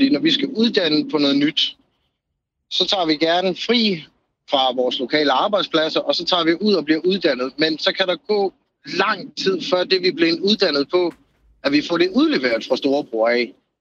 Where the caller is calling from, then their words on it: Haderslev, Region of Southern Denmark, Denmark; Jeg er fra Haderslev.